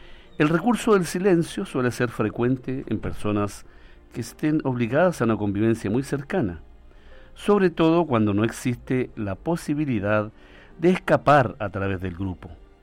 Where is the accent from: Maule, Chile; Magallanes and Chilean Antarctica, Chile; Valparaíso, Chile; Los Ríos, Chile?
Maule, Chile; San Clemente; nosotros somos de San Clemente